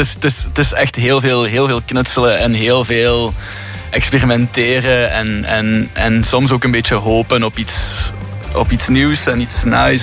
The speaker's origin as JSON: {"language": "Dutch", "region": "Limburg", "country": "Belgium", "tie": "born or raised there", "said": "Dat is een thuismatch. Ik ben van Limburg. Ik ben daar opgegroeid."}